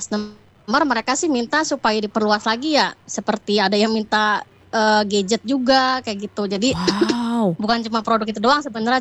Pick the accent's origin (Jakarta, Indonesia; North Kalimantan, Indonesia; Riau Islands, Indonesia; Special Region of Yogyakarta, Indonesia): Jakarta, Indonesia; Aku Jakarta.